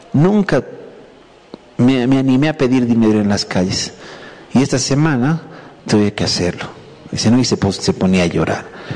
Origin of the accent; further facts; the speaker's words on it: Bolivia; Yo como boliviano, mi esposa y mis hijos, la sarta de pollo